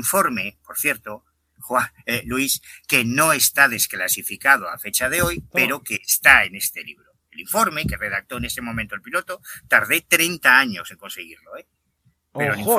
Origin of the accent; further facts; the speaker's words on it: Betanzos, Galicia, Spain; yo soy un chaval de Betanzos, de La Coruña